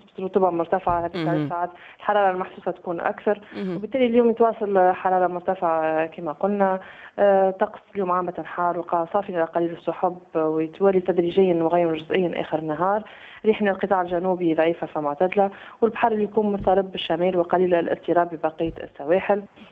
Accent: Tunisia; في معظم ولايات بلادنا

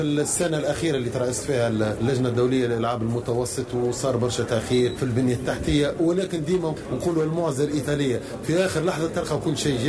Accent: Tunisia; بلادي تونس

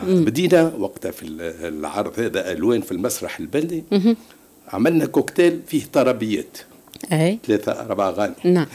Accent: Kairouan, Kairouan Governorate, Tunisia; لما كان عمري في 12-10 سنوات كاكا كنت عندنا في القيروان

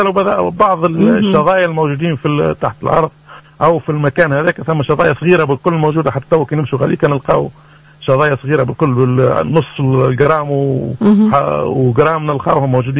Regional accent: Tataouine, Tataouine Governorate, Tunisia; احنا عندنا في تطاوين

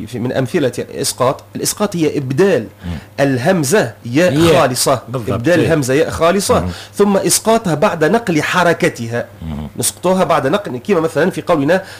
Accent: Tunisia; احنا في تونس كانت الأغلبية ورش.

